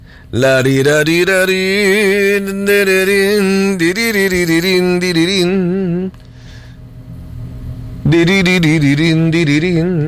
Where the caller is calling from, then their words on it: San Pedro Perulapán, Cuscatlán, El Salvador; perdón si le dije Lola, que hice Lola, ¿verdad? … de San Pedro, Perulapán.